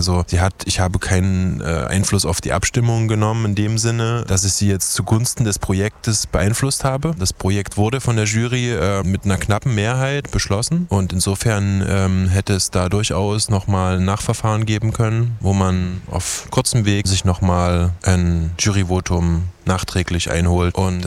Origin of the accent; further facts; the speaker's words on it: Chemnitz, Saxony, Germany; was ich denn dazu zu sagen habe als Chemnitzer